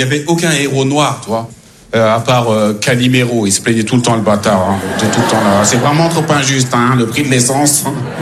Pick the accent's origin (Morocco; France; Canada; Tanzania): France; born there; Et comme je suis né en France, là-bas, tous mes cousins